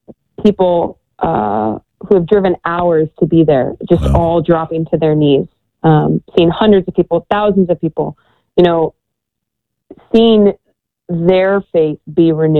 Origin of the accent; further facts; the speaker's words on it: Indianapolis, Indiana, United States; the National Eucharistic Congress was happening near my hometown in Indianapolis.